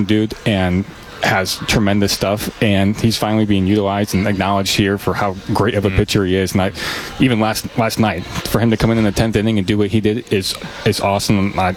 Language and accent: English; Clinton, Iowa, United States; I grew up in Clinton, Iowa.